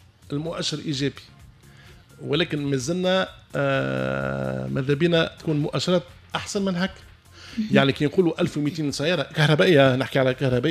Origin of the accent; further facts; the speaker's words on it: Tunisia; احنا كعائلات تونسيه